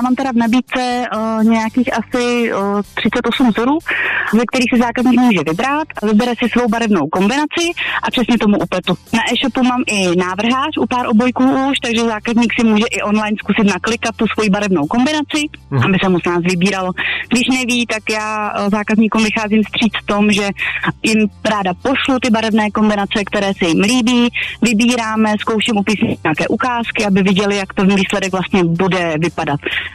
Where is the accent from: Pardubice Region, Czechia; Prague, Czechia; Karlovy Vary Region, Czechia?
Karlovy Vary Region, Czechia; Sokolov; Já jsem ze Sokolova, ze západních Čech.